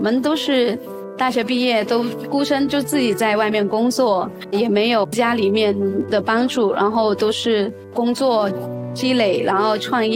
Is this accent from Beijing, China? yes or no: no; Guizhou, China; moved away; 我们在贵州的深山里